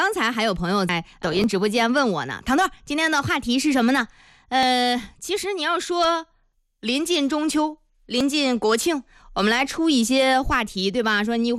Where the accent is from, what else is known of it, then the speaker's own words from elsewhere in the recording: Zhengding, Hebei, China; accent: Zhengding dialect; 因为大家知道我的老家是在正定，